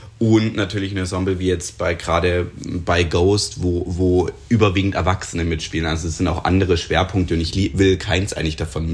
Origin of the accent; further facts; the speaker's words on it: Triberg, Baden-Württemberg, Germany; konnte erste Erfahrungen sammeln bei den Schwarzwalber-Musicals in Triberg, in meiner Heimatstadt, die ja tatsächlich überregional bekannt waren